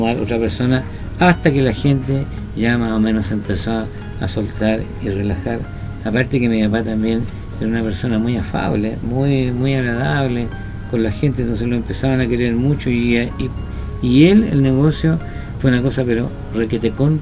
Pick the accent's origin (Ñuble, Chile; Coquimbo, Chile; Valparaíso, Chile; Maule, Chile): Maule, Chile; Parral; Entonces, por parte de mi padre, toda la familia, que somos de Parral, son comerciantes